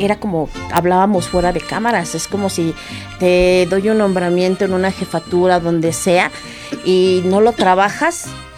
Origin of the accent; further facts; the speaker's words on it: Mexico; la responsabilidad que tenemos como mexicanos